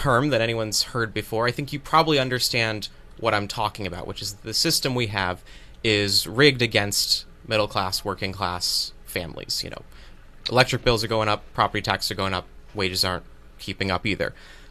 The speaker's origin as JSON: {"language": "English", "town": "Sprague", "region": "Connecticut", "country": "United States", "said": "I'm from Sprague, live in Sprague"}